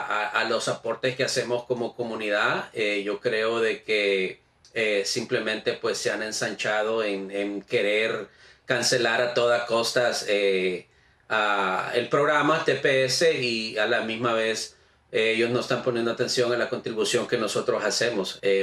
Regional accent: El Salvador; now in Massachusetts, United States; como salvadoreño 25 años no le podemos llamar temporal cuando hemos construido una vida

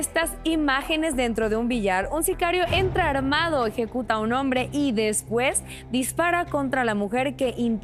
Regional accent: Guadalajara, Jalisco, Mexico; moved away; en mi ciudad, de donde yo soy, Guadalajara, Jalisco

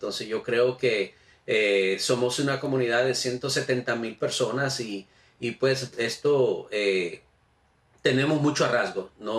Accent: El Salvador; now in Massachusetts, United States; la administración en estos momentos no está viendo los aportes que hacemos como comunidad salvadoreña a este gran país.

